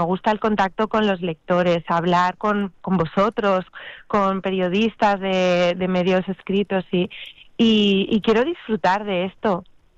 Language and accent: Spanish; Huesca, Aragon, Spain; now in Barcelona, Spain